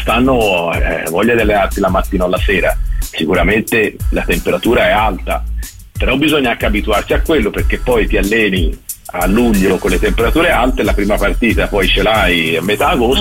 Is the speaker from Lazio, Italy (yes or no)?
no; Florence, Tuscany, Italy; La piazza, si sa tutti, sono fiorentino e tipo Fiorentina da sempre